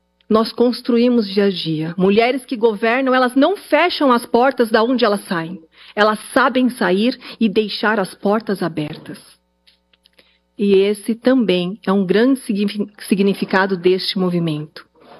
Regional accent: Diadema, São Paulo, Brazil; eu cresci em Diadema, né, e eu falo a periferia de São Paulo, região sul, mas a periferia de São Paulo.

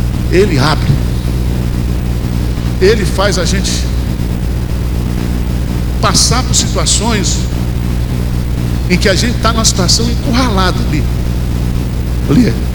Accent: Bahia, Brazil; eu que sou baiano gostei muito

